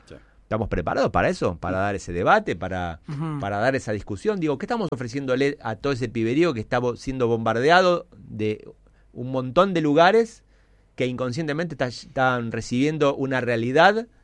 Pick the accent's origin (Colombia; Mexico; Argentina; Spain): Argentina; No somos los argentinos los sometidos a este nivel de desinformación.